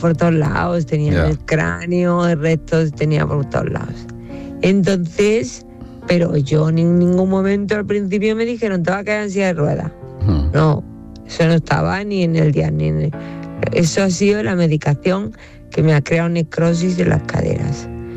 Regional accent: Spain; Digo, no, pues soy española.

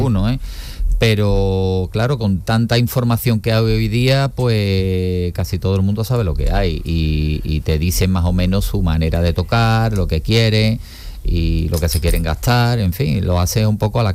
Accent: Cádiz, Andalusia, Spain; toda la familia somos gaditanos.

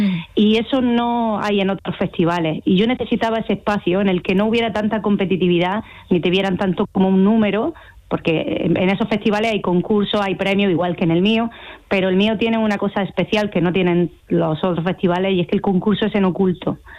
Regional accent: Almería, Andalusia, Spain; yo soy de Almería, nací en el Alquián, soy de la tierra

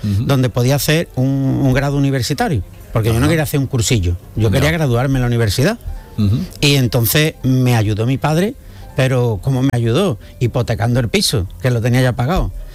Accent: Spain; hay determinados sectores que no les gusta ver a los españoles allí, porque se creen que yo soy el bisnieto de Hernán Cortés o algo así

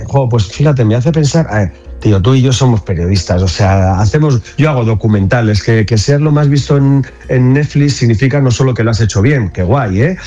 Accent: Basque Country, Spain; yo era un tipo con 29 años al que le mandan al País Vasco, de donde soy yo

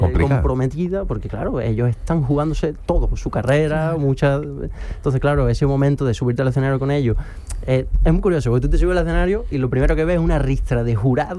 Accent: San Roque, Andalusia, Spain; Yo soy de San Roque, y pueblecito del Campo de Libertad, y claro, yo empecé desde muy chiquitito

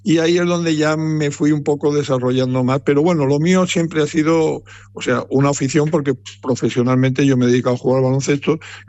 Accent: Andalusia, Spain; en la zona de mi tierra, en Andalucía y sobre todo concretamente en la provincia de Sevilla

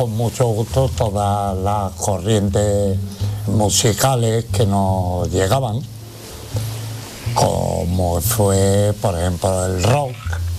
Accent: Andalusia, Spain; nosotros que éramos y somos andaluces mezclamos esa corriente con nuestro ancestro, con nuestro flamenco y nuestra historia de lo que es Andalucía y España.

